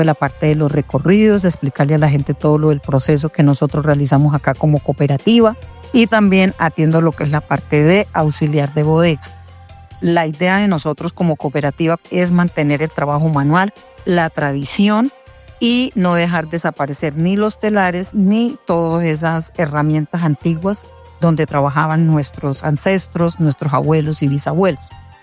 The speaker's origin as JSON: {"language": "Spanish", "town": "Curití", "region": "Santander", "country": "Colombia", "said": "soy del municipio de Curití, trabajo en la empresa cooperativa de Ecofibras."}